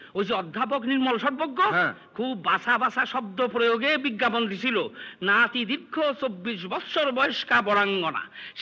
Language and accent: Bangla; Bangladesh; আজ্ঞা না, আমার বাড়ি বাংলাদেশে। ওই পারের লোক পূর্ব বাংলা কয় না, কোনোদিন কয়ও নাই।